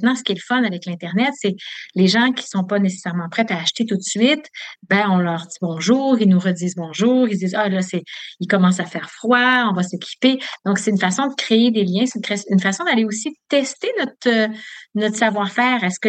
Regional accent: Quebec City, Quebec, Canada; Je viens de Québec.

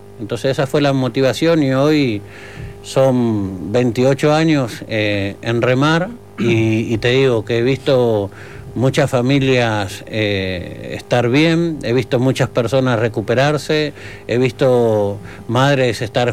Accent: Argentina; now in Uruguay; En mi caso, yo soy argentino, vine de allá de Argentina

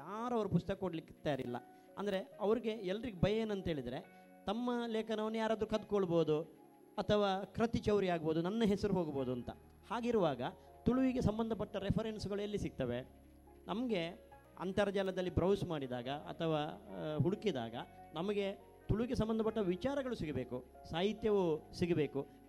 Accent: Mangalore, Karnataka, India; ನಾವು ಮಂಗಳೂರಿನವರು ಅಥವಾ ಕರಾವಳಿಯವರು

